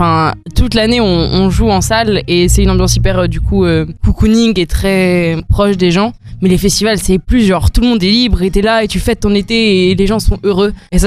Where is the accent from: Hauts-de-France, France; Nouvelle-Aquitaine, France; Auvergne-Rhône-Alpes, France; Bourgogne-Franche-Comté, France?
Auvergne-Rhône-Alpes, France; Saint-Étienne, Lyon; on n'est pas du tout du coin. On est vers Clermont, Saint-Étienne, Lyon.